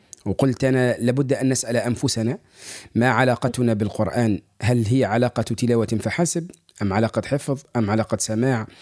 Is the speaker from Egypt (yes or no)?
no; Tunisia; مدرستنا التونسية،